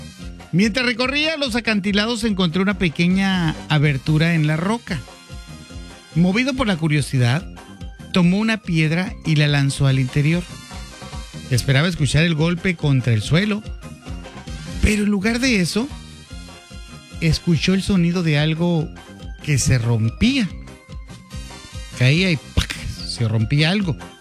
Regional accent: Sonora, Mexico; Y yo soy de Sonora.

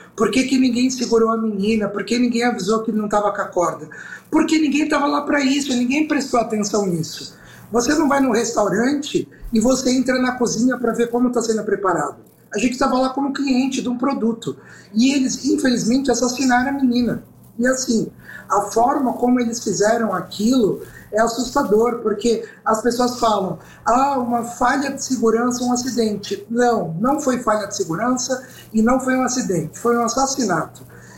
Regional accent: Brazil; Eu sou do litoral, aqui da Baixada.

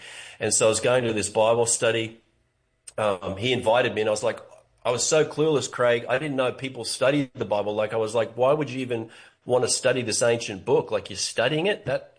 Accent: Ballina, New South Wales, Australia; No, I grew up in Australia. First 22 years of my life, grew up in a little town called Ballina on the east coast of Australia.

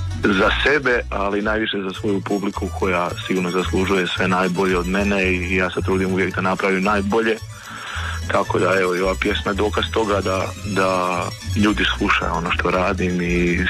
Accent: Slavonia, Croatia

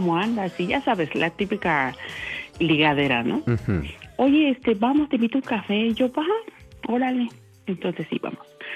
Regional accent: State of Mexico, Mexico; De aquí del Estado de México.

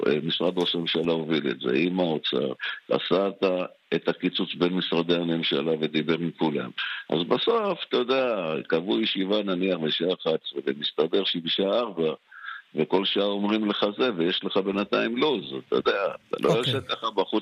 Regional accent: Jerusalem, Jerusalem District, Israel; אני ירושלמי

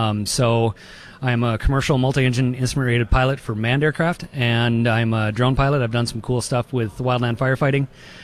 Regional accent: Park Rapids, Minnesota, United States; moved away as an adult; also born or lived in Winona, Minnesota / Idaho; now in Grand Forks, United States; I I grew up in Park Rapids, Minnesota, was stationed at Grand Forks Air Force Base while I was in the Air Force starting in the 90s, made my way back here.

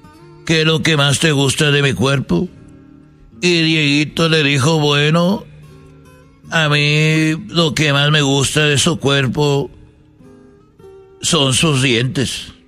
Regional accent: Jalisco, Mexico; born there; cuando yo iba a la escuela allá en donde yo nací, en Jalisco, no era una escuela normal, pero era una casa

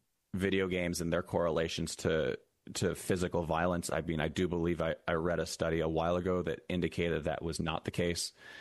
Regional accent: Massachusetts, United States; I come from Massachusetts myself. I was raised in Massachusetts. I grew up in communities. I never heard the word gun.

